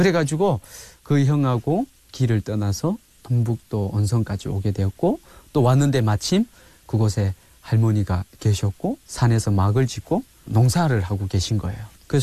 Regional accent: North Korea; born or raised there; moved away; also born or lived in Ryanggang Province

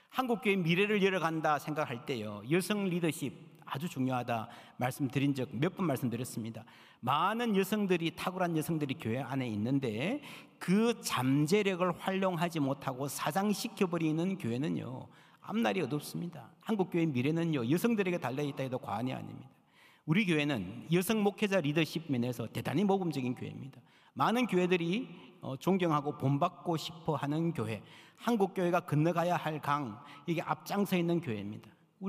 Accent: South Korea; moved away as an adult; also born or lived in Chicago, United States; 제가 한국 사람인데 미국 가서 20년 가까이 살았잖아요. 그리고 시카고에서 공부하면서 교회를 개척해서

